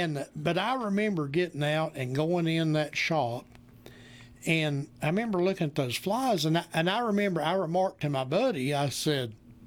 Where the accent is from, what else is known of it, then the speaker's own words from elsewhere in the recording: Bristol, United States; I'm from Bristol.